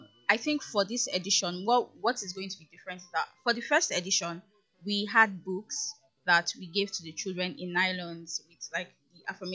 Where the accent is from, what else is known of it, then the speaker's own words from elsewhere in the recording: Lagos, Nigeria; also born or lived in Ebonyi; because I grew up in Ajigule.